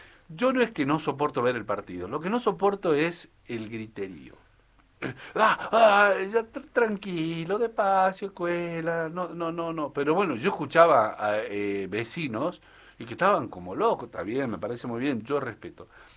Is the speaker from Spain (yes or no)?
no; Argentina; yo soy un argentino que le pone el hombro a esta patria.